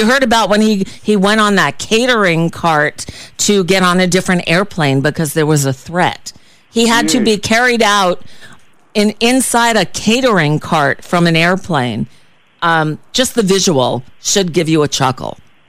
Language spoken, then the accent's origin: English; United States; I'm American.